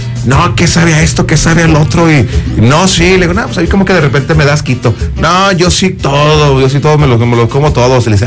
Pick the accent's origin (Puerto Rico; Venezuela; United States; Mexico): Mexico; somos mexicanos